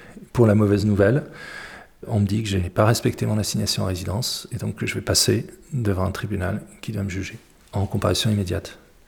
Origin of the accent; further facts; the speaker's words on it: Algeria; now in Aubusson, France; ne pas me renvoyer vers mon pays d'origine, parce qu'il y a des risques avérés que je sois exposé à des traitements dégradants inhumains, si jamais je devais regagner l'Algérie